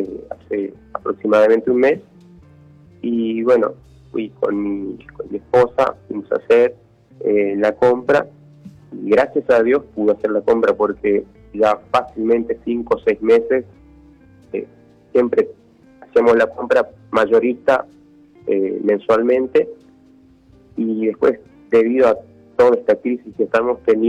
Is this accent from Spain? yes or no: no; Oberá, Misiones, Argentina; now in Buenos Aires, Argentina; Y bueno, hace 3 años que me vine para Buenos Aires, era de Overa Misiones